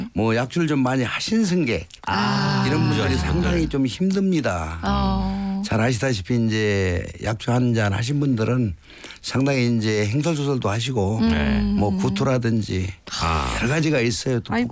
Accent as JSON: {"language": "Korean", "town": "Hongseong", "region": "South Chungcheong", "country": "South Korea", "tie": "born or raised there", "moved": "yes", "said": "저는 충청도 홍성입니다."}